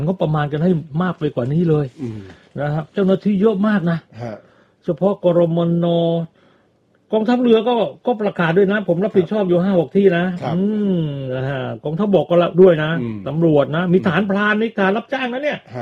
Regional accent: Southern Thailand, Thailand; เราคนใต้เห็นเหตุการณ์ทางใต้มันรายวันเลยนะ

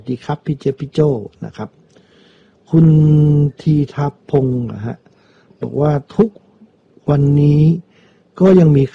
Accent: Bangkok, Thailand; เอาตรงๆผมไม่รู้จริงผมเด็กกรุงเทพนะ

